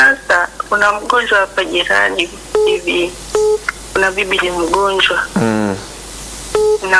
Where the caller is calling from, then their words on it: Arusha, Tanzania; natoka Arusha.